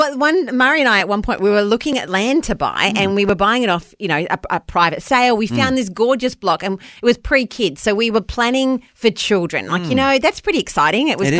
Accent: New Zealand; now in Australia; So a bit of background. I'm a Kiwi originally. So I grew up not with all the scary Aussie animals.

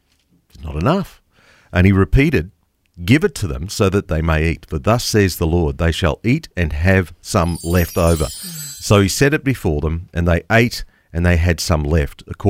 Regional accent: Gilgandra, New South Wales, Australia; moved away; I grew up in Gilgandra.

